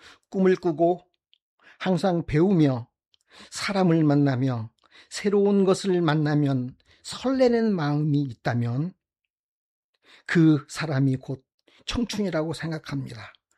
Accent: Jeonju, North Jeolla, South Korea; 내가 사랑하는 내 고향 전주

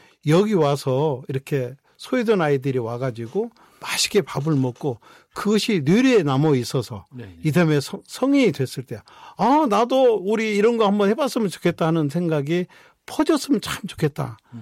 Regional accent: South Korea; 근데 저는 대한민국 사람이라는 게 너무 행복하더라고요.

